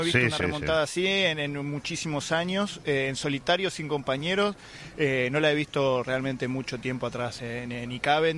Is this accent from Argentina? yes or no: yes; Argentina; Creo que soy el único argentino acá cubriendo el tour, ¿no?